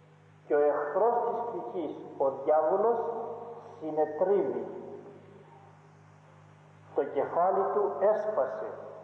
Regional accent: Ioannina, Epirus, Greece; Όταν ήμουν μικρό παιδί στα Γιάννενα

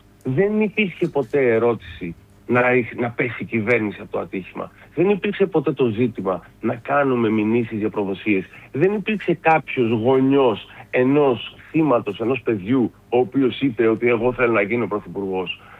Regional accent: Greece; σαν Έλληνες

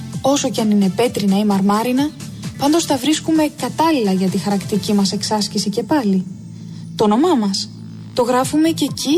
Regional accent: Greece

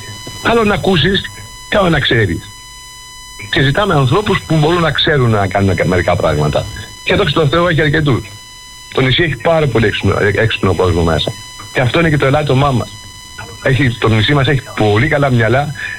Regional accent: Lefkada, Ionian Islands, Greece; είμαι Λευκαδής.

